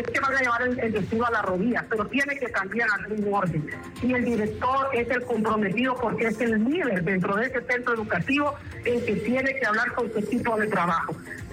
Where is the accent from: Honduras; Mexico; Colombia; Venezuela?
Honduras; nos identifica como hondureños